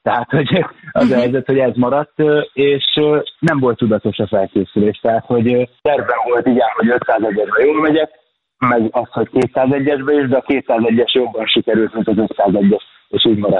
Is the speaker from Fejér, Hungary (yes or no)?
no; Győr, Győr-Moson-Sopron, Hungary; tehát én Győrben nőttem föl. A Győri Kajakkenu Egyesületben nőttem föl